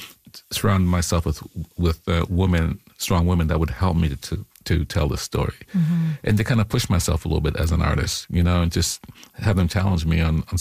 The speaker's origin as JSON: {"language": "English", "country": "Jamaica", "tie": "born there"}